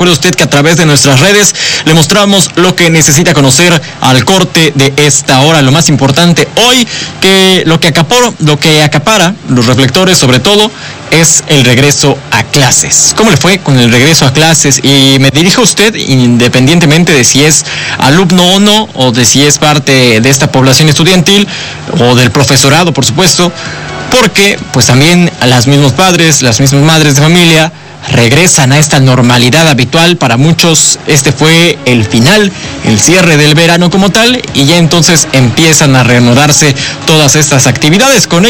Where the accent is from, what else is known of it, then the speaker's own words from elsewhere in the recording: Mexico; como buenos o malos mexicanos, diría yo, hacemos todo a las últimas